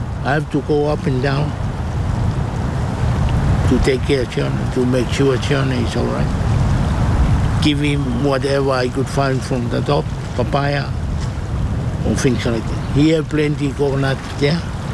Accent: Tonga; When we've been growing up in Tonga, and our parents teach us in so many things

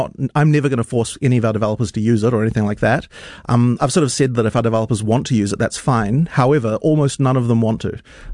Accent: Auckland, New Zealand; kind of wanted to make a school that would be able to teach the kind of kid that I was when I was growing up in West Auckland

